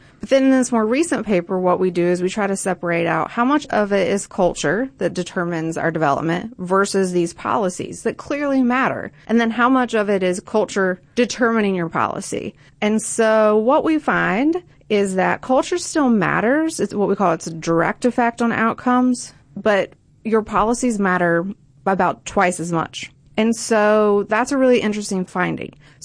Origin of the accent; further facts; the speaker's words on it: Gallipolis Ferry, West Virginia, United States; So I grew up in West Virginia, right on the Ohio River, so in a small town called Gaplis Ferry, West Virginia, and, you know, growing up looking at Ohio.